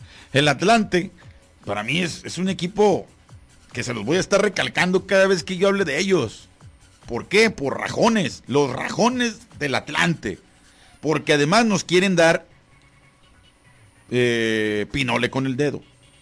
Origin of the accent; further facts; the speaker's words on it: Mexico; La clásica de los mexicanos. Yo también soy mexicano, la clásica.